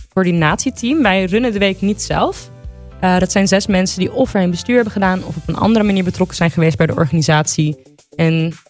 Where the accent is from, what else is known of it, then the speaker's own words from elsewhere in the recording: Den Helder, North Holland, Netherlands; now in Leiden, Netherlands; ik kom uit Den Helder